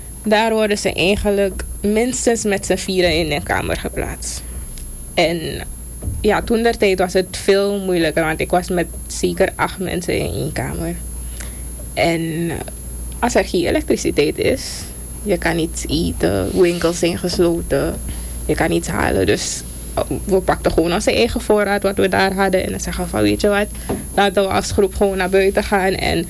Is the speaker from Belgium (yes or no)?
no; Suriname; Ja, kijk, we zijn Surinamers gewoon.